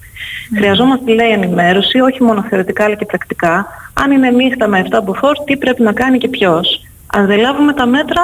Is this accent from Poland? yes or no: no; Netherlands; Είμαι από την Ολλανδία.